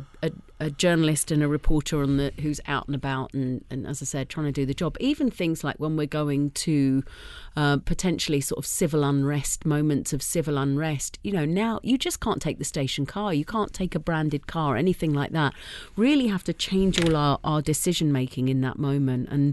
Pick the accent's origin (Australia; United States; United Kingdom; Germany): United Kingdom; because I'm British and do not have the, you know, the false.